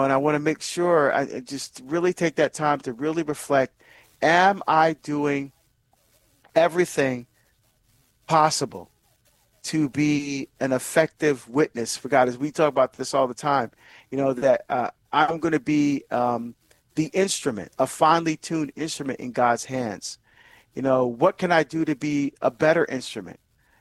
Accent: Barbados; as many of you know, I'm from Barbados, and I'm getting a chance to go home and visit family. Most of my family are still there

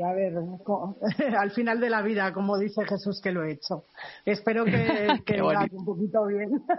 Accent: Spain; born there; accent: Spanish; Pues mira, yo nací en una familia muy católica en España, como podéis ver por mi acento, en el año 64. Claro. Tengo 62 años.

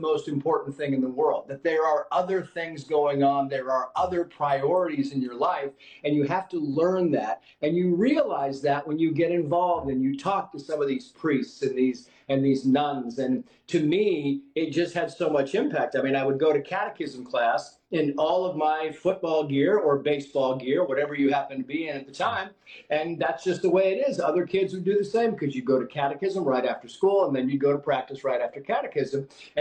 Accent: San Diego, California, United States; I mean, we are Irish Catholics. And as you say, I grew up in San Diego, and as a family, I was the youngest of five

